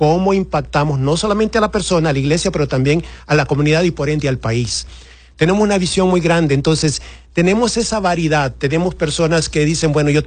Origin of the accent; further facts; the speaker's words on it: Siguatepeque, Comayagua, Honduras; moved away as an adult; also born or lived in Tegucigalpa; now in United States; Crecí en Siguatepeque